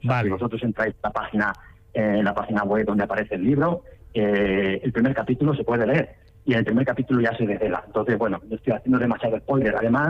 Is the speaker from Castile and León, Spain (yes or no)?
no; Castilla-La Mancha, Spain; quizá porque yo también soy de allí, soy de La Mancha